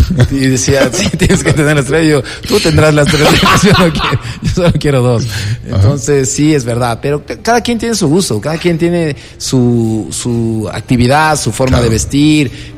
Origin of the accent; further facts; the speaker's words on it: Ecuador; Nosotros en Ecuador